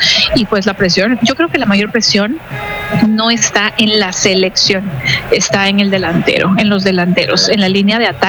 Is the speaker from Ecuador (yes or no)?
yes; Ecuador; soy ecuatoriana